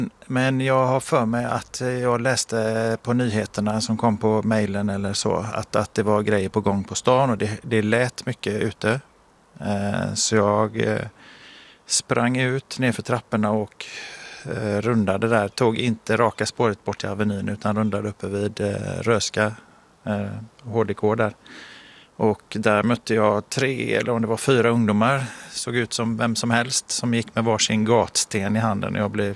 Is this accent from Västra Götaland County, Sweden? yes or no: yes; Gothenburg, Västra Götaland County, Sweden; stan Göteborg, liksom min hemstad.